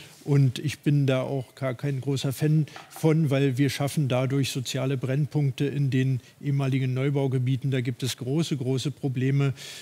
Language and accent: German; Ludwigslust-Parchim district, Mecklenburg-Vorpommern, Germany; Ich komme nicht nur aus dem Gesundheitsbereich, sondern auch aus dem Landkreis Ludwigslust-Parchim